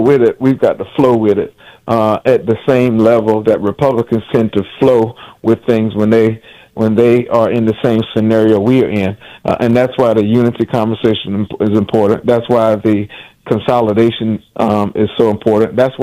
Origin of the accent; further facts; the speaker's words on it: South Carolina, United States; and then in my home state of South Carolina.